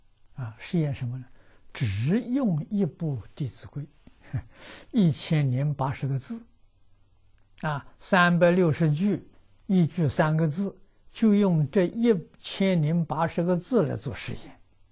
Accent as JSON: {"language": "Chinese", "country": "China", "said": "所以我们中国人对于老祖宗啊要有信心呐"}